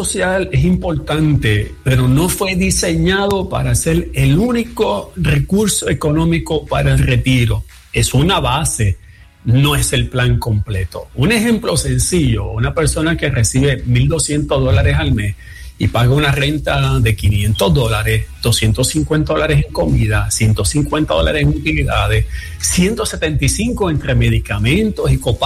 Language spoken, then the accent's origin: Spanish; Yabucoa, Puerto Rico; moved away; la Iglesia Evangélica Congregacional de Yabucoa, de mi pueblo